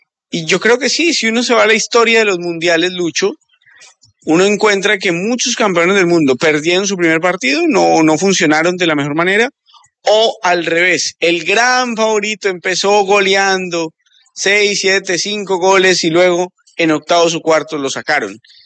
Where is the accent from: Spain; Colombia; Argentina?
Colombia; incluso preguntarle a algunos entrenadores que están en mi país, en Colombia